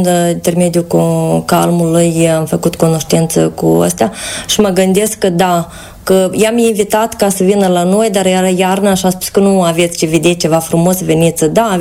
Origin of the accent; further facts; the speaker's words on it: Moldova; sunt o patriotă născută, nu mă regăsesc în altă parte, decât chiar nu mă regăsesc în altă localitate din Republica Moldova.